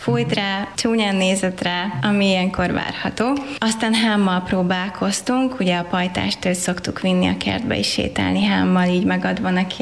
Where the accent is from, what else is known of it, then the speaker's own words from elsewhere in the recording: Balatonlelle, Somogy, Hungary; Én Balatonlelléről származom, illetve ott nőttem fel. Akkoriban még megtehettük azt, nagy családi házban laktunk